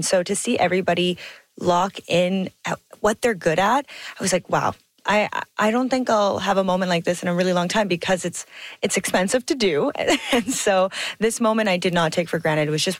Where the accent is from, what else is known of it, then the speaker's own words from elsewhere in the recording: Thunder Bay, Ontario, Canada; I'm from Thunder Bay, which in, yeah, technicalities is a city, but not in comparison to Toronto.